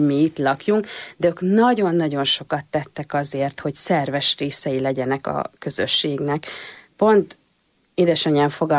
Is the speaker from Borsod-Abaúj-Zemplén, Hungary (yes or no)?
yes; Borsod-Abaúj-Zemplén, Hungary; konkrétan a mi házunk mögött nincsen kerítés, ahol felnőttem. Hát ott így kezdődik a bükk. Osztszevasz. És akkor így mész kilométereket, mire Diósgyőrbe lyukadsz ki.